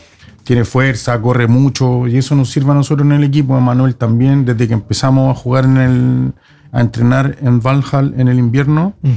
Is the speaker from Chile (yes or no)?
yes; Concón, Valparaíso, Chile; now in Norway; yo soy de Concón. Yo vivo en Concón, o sea, mi familia, mi padre, yo me crié en Concón, nací en Concón.